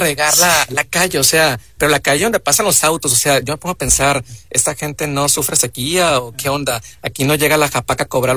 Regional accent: Coyotitán, Sinaloa, Mexico; moved away; Yo soy de Coyotitán, Sinaloa, del municipio de San Ignacio.

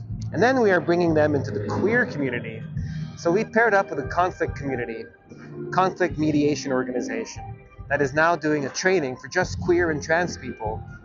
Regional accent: Canada; No, I just like the reference to Stephen Harper. I'm Canadian.

